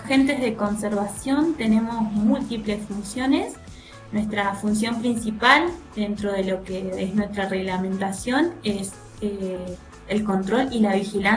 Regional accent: Villa La Angostura, Neuquén, Argentina; moved away as an adult; also born or lived in Misiones; now in Abrapampa, Argentina; Soy originaria de Villa La Angostura, la provincia de Neuquén, y actualmente estoy trabajando en el Monumento Natural Laguna de los Pozuelos. Estoy acá en el norte de Jujuy, cerquita de Abrapampa

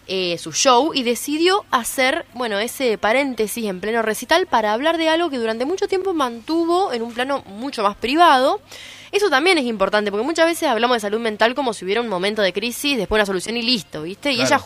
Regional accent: Argentina; porque somos argentinos y porque lo amamos mucho.

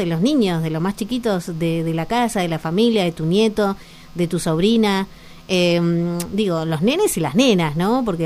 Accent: Argentina; Que esto nos suceda como argentinos, de poder ganar una final

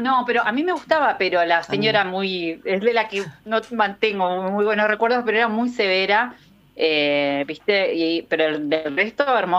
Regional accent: Federal, Entre Ríos, Argentina; nosotros en la Maximio Saba Victoria de Federal Entre Ríos, donde yo nací y me crié

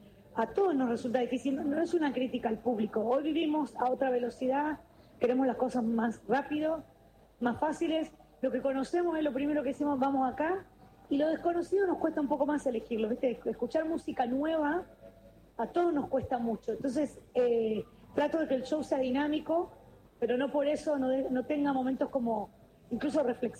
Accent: Santa Fe, Argentina; Yo soy santafesina y para mí haberme criado escuchando … es como decir, es parte de lo que a mí me representa.

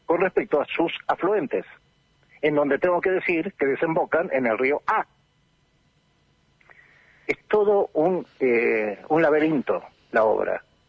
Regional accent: Bahía Blanca, Buenos Aires Province, Argentina; now in Patagonia, Argentina; Soy patagónico por adopción, llegué en el año 78 de Bahía Blanc

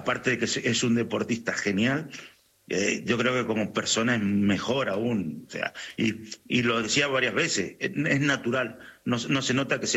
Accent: Argentina; moved away as an adult; Los cuatro somos argentinos y nos vinimos en el año 2000, 26 años hace ya que estamos aquí.

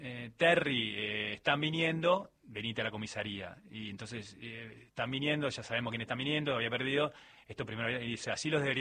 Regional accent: Argentina; Yo soy muy argentino, tan argentino que escribo una novela de aquello que digo

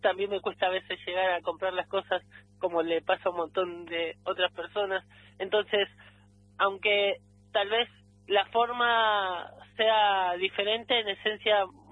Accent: Buenos Aires, Argentina; Bueno, brevemente, soy viajero, soy de Buenos Aires, ahora vengo de Chile, vengo dando unas vueltas

